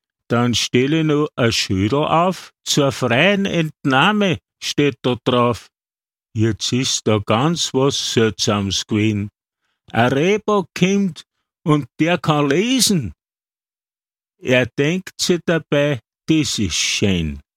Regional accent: Lower Austria, Austria; Bei uns daheim im Mostviertel die sogenannten Kloröpfe, wenn man so einen Baum im eigenen Garten hat.

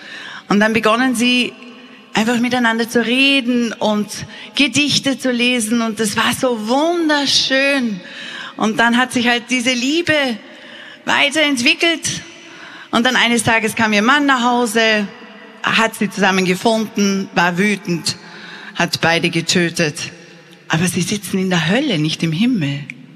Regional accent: Austria; Ja, ja, ja, wir sind Österreicher, natürlich haben wir Englisch gelernt.

